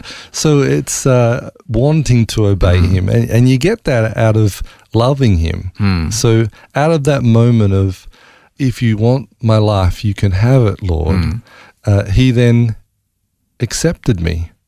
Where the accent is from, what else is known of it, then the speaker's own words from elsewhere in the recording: Parkes, New South Wales, Australia; born there; also born or lived in Ningen; then we moved from Ningen to a little place called Parkes, which is, again, in central New South Wales. And mm-hmm. It was more the place where Mum and Dad grew up as children.